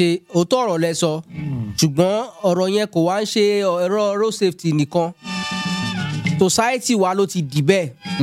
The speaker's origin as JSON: {"language": "Yoruba", "town": "Igan Alade", "region": "Ogun", "country": "Nigeria", "said": "Ọmọ Ogun State dẹni mi, ìgan aládé ni mo ti wá."}